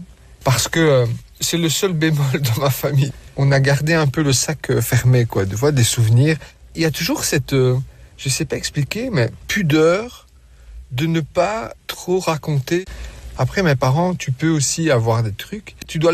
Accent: Belgium; Mes parents, ils sont italiens, ça c'est sûr. Comme moi, je suis italien, mais je suis belge aussi, tu comprends ? J'ai pas... La Belgique nous a tout donné.

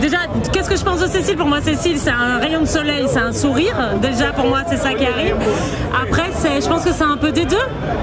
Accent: Belgium; moved away as an adult; now in Kinshasa, DR Congo; Oui, je suis belge.

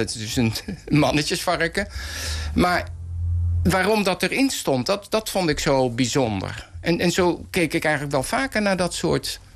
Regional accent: Amersfoort, Utrecht, Netherlands; born there; Ik ben geboren in Amersfoort.

